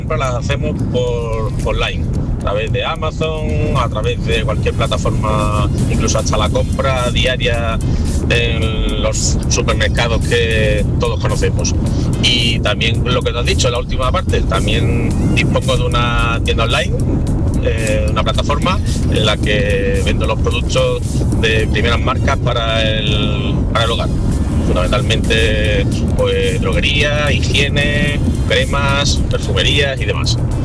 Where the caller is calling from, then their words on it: Seville, Andalusia, Spain; de Sevilla.